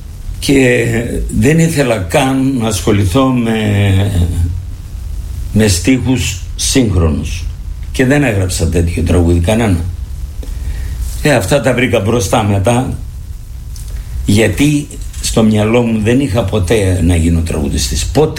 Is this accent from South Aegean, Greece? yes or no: no; Keramitsa, Epirus, Greece; moved away as an adult; Γεννήθηκα στην Κεραμίτσα και έφυγα σε ηλικία 17 χρονών